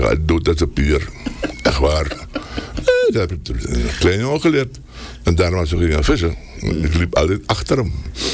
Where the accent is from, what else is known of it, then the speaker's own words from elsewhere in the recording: Para, Suriname; born there; also born or lived in Paramaribo, Suriname; Kijk, ik ben in Paramaribo geboren, maar mijn vader werkte op zanderij. Bij de luchtvaartdienst. Daarom ben ik ben een paraan. Weet je wel, zo voel ik me ook.